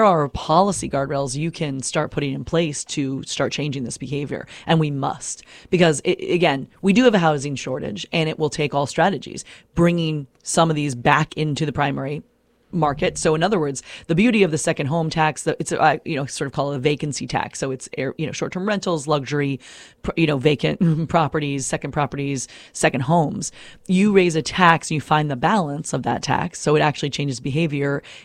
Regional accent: Newbury, Vermont, United States; I'm from Newbury, Vermont, and all the beautiful houses around the green. It's a tiny place. It's a post office. It's a general store. It's a village green and a, you know, school.

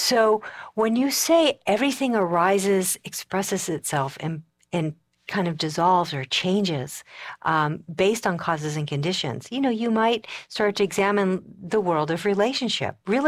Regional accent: Colorado, United States; You know, I like California. I come from Colorado. It's bone dry there, so my hair is really straight.

